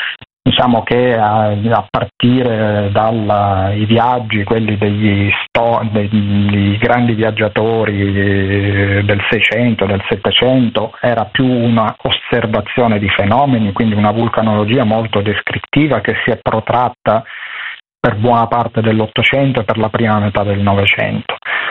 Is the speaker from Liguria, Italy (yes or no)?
yes; Genoa, Liguria, Italy; Ma io sono genovese, però ho delle radici siciliane, okay.